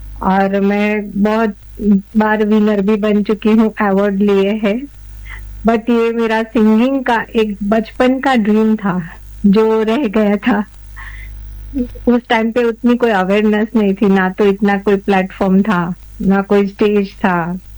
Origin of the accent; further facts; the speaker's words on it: Gujarat, India; मैं गुजराती हूँ